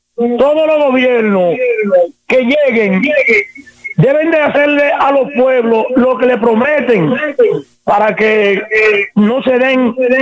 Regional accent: Baní, Peravia, Dominican Republic; porque lo que somos de aquí de Baní, esta misma calle, la Gastón Fernando del INE, está pinchada

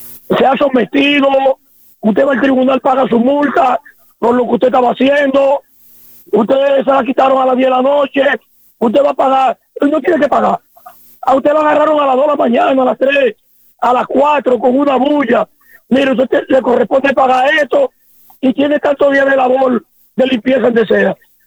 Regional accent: Dominican Republic; Porque nosotros somos dominicanos y somos alegres.

